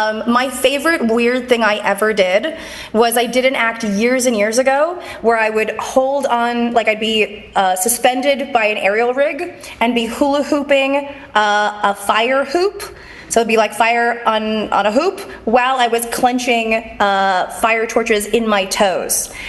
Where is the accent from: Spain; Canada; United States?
Canada; So, and I'm Canadian, so it's even worse.